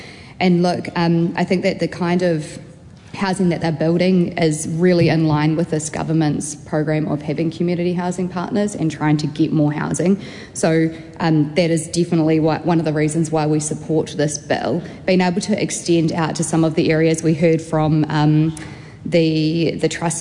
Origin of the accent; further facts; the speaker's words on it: Christchurch, Canterbury, New Zealand; I grew up in Bishopdale